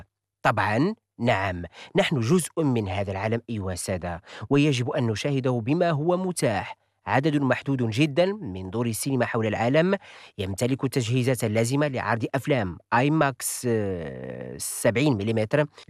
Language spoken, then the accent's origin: Arabic; Morocco; عندنا في المغرب